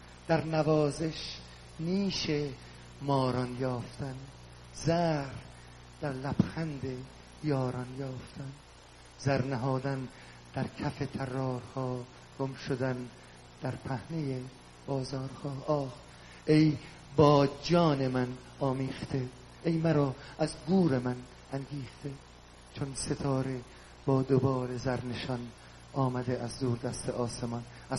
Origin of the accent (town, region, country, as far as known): Iran; moved away